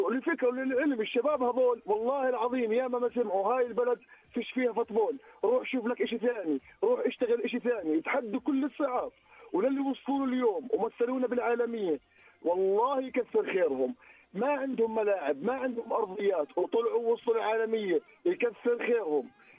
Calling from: Jordan

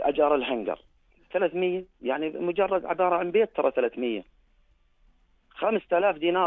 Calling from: Jordan; انا كمواطن اردني

